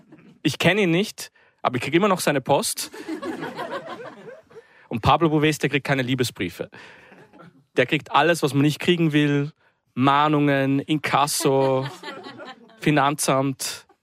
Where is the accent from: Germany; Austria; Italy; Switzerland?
Austria; Styria; born there; Ich bin gebürtiger Steirer.